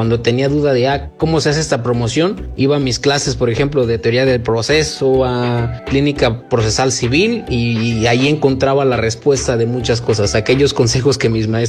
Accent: Huejutla, Hidalgo, Mexico; amado Huejutla, porque yo sí estoy enamorado de mi pueblo y es un orgullo pertenecer a él.

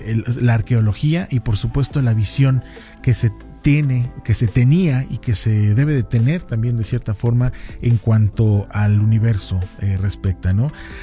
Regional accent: Mexico

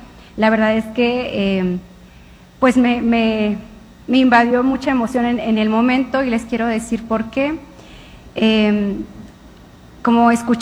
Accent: San Quintín, Baja California, Mexico; also born or lived in Oaxaca; Yo nací en la Mixteca de Oaxaca, pero me tocó crecer en el Valle de San Quintín, que hoy día sigue siendo un valle mayoritariamente agrícola

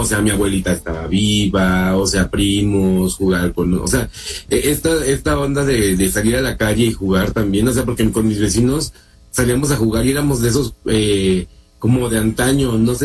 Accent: Xico, Veracruz, Mexico; now in Mexico City, Mexico; y pues también soy de Jico, Veracruz. La verdad, pues estoy viviendo en Ciudad de México

